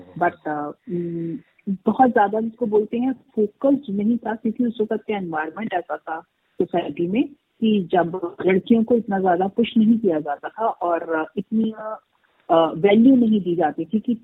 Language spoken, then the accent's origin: Hindi; Delhi, India; born or raised there